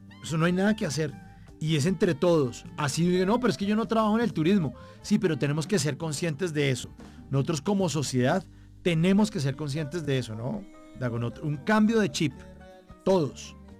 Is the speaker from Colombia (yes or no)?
yes; Colombia; pues está sembrando esa semilla que necesitamos nosotros como colombianos